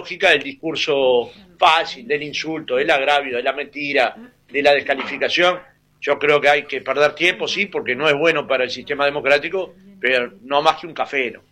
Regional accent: Uruguay; Pero no somos uruguayos distintos, vivimos en el mismo país

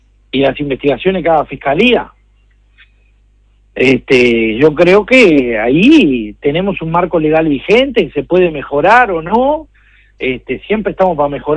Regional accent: Tacuarembó, Uruguay; Yo soy de Tacuarembó, vivo cerca de la frontera con el Brasil, a 100 kilómetros

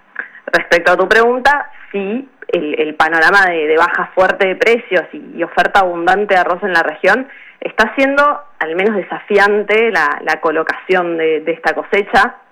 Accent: Uruguay

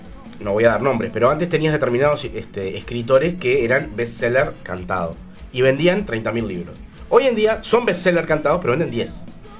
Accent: Parque del Plata, Canelones, Uruguay; now in Atlántida, Uruguay; Yo soy de Parque del Plata Norte. Digo, si tengo que definir, sí. Soy de Parque del Plata Norte, de la estación Parque del Plata. Bien cerquita del arroyo, Solís Chico. Los avatares de la vida me han ido llevando por diferentes lugares y ahora volví a Atlántida, muy cerquita de Parque del Plata

